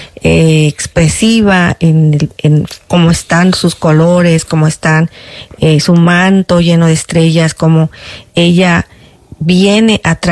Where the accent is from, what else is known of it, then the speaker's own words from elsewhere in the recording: Mexico; claro, porque somos mexicanos, ¿verdad? Amamos a la Virgen de Guadalupe